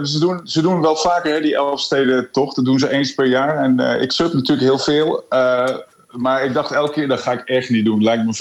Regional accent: Friesland, Netherlands; ik weet niet of ik als Fries blij moet zijn dat Groningen scoort.

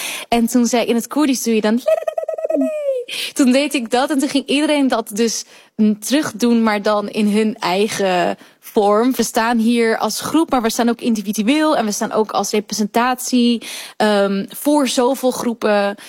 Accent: Netherlands; born there; Ik ben in Nederland geboren, mijn ouders zijn gevlucht. Ik ben een diaspora.

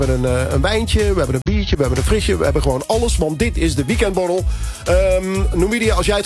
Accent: Kaatsheuvel, North Brabant, Netherlands; moved away; ik kom uit Kaatsheuvel

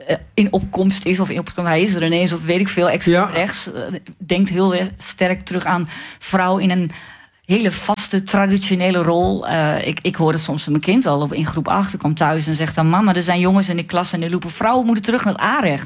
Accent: Overijssel, Netherlands; En toen ben ik weggegaan uit Twente. En wat ik ben inmiddels heel gelukkig teruggekeerd.

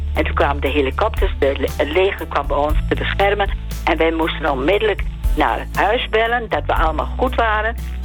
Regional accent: Smilde, Drenthe, Netherlands; born there; moved away; we zijn allemaal uit de christelijke, maar ik kom uit Drenthe. Ik ben in Smilde geboren

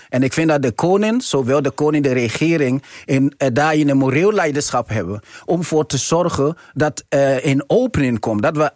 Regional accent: Amsterdam, North Holland, Netherlands; Ik ben opgegroeid in de Bijl, maar ik woon nog steeds daar.

